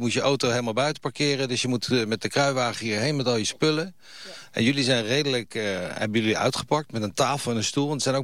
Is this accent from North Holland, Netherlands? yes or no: no; The Hague, South Holland, Netherlands; Nou zie ik dat er ook in Den Haag, waar ik vandaan kom